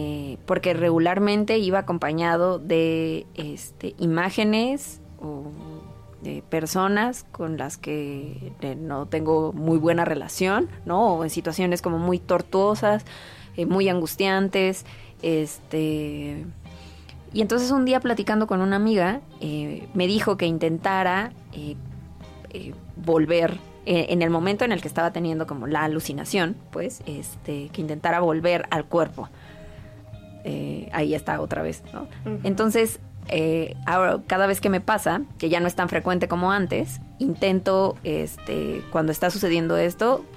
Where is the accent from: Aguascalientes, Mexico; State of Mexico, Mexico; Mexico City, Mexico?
Mexico City, Mexico; Porque soy de CU.